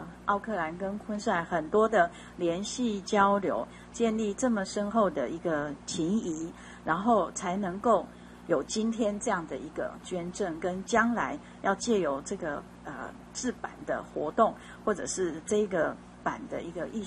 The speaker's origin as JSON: {"language": "Chinese", "country": "Taiwan", "said": "我说我来自台湾，每个人都以为我是泰国人这样子。"}